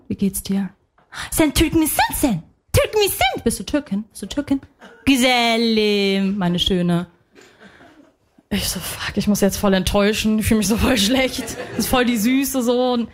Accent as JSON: {"language": "German", "country": "Lebanon", "said": "Ich so, ja, Tante, ich bin Libanesin."}